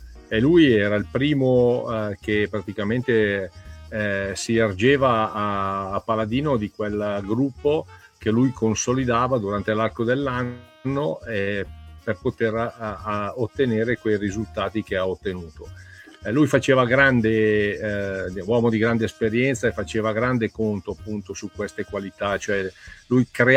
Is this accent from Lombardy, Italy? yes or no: yes; Como, Lombardy, Italy; perché io sono di Como, lui è di Milano